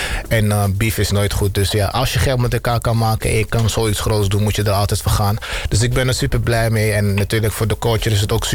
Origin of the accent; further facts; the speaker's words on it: Amsterdam, North Holland, Netherlands; Ik denk, als Amsterdammer. Waren zij wel een van de pioniers van de new wave.